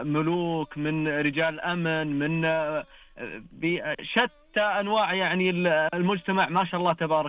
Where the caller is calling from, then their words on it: Ha'il, Ha'il Province, Saudi Arabia; من أهل حائل.